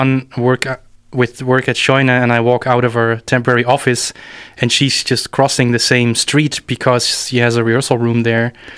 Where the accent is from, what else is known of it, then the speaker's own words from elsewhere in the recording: Tilburg, North Brabant, Netherlands; English is a second language; I think it was still in Tilburg, my hometown, where the vinyl box of this album with the four records came to a local record shop in Tilburg.